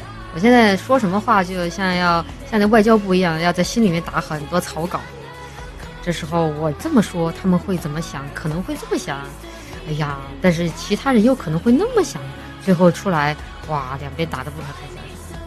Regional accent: Chongqing, China; 我们重庆人好像都挺喜欢吃面的

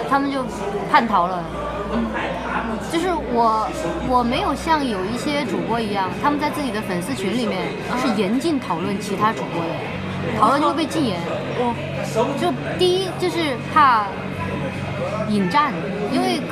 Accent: Chongqing, China; 重庆人很多儿化音。我们吃火锅，我们不叫火锅，我们叫火锅儿

